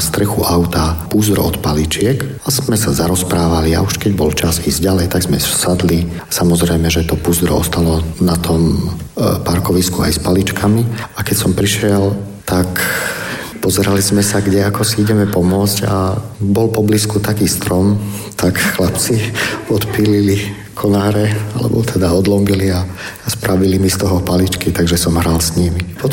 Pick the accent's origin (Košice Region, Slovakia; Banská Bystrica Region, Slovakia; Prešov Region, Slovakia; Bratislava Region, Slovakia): Banská Bystrica Region, Slovakia; Lučenec; moved away as an adult; Aj keď teda pochádzam z Lučenca, kde maďarčinu môžete počuť, alebo ste mohli počuť bežne hocikde, tak ja som po maďarsky nevedel ani slovo zaťať.